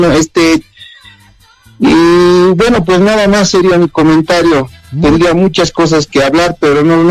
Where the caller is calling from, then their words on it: La Paz, Bolivia; Te hablo desde La Paz, de la ciudad.